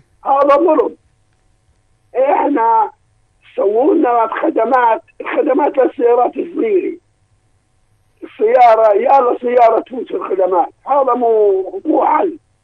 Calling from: Aqaba, Aqaba Governorate, Jordan; يعني انا امشي من العقبة 25 كيلو اطلع الطريق الخلفي

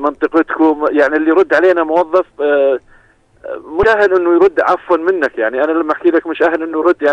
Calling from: Dajaniya, Mafraq Governorate, Jordan; لسكان الدجنية محافظة المفرق

